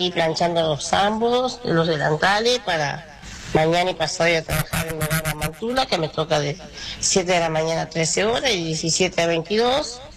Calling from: Santiago del Estero, Argentina; de Cerro, Santiago del Estero.

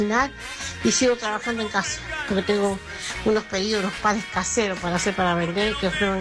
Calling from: Selva, Santiago del Estero, Argentina; de Selva, Santiago del Estero.

